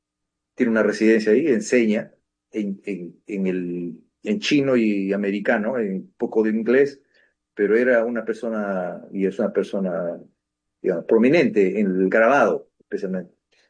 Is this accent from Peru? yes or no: yes; Peru; yo soy peruano.